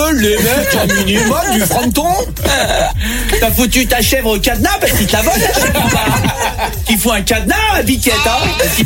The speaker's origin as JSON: {"language": "French", "town": "Les Orres", "region": "Provence-Alpes-Côte d'Azur", "country": "France", "tie": "born or raised there", "said": "Alors les Ors, les copains, je suis né aux Ors, hein. Vraiment, natif des Ors, mes parents y sont encore."}